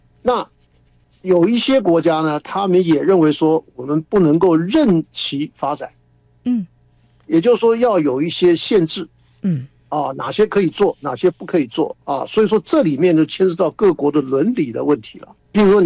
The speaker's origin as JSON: {"language": "Chinese", "country": "Taiwan", "said": "那像我们台湾这边呢，我们的法律呢只是一些规"}